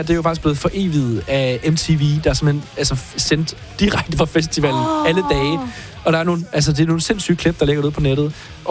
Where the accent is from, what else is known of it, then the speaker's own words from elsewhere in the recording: Herning, Central Denmark Region, Denmark; Jeg er fra Herning